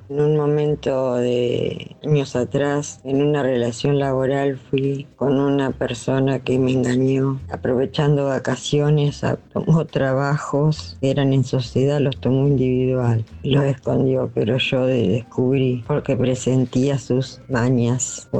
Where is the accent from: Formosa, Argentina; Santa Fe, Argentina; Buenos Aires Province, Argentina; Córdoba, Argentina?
Buenos Aires Province, Argentina; Lincoln; now in La Plata, Argentina; linqueña desde La Plata.